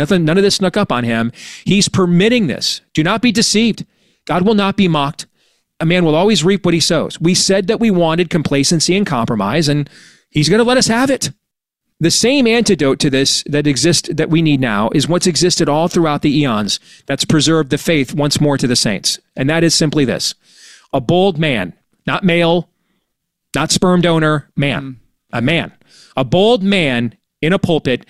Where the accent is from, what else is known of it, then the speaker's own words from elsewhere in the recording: Iowa, United States; There's a gubernatorial candidate that the Democrats are about to nominate in my home state of Iowa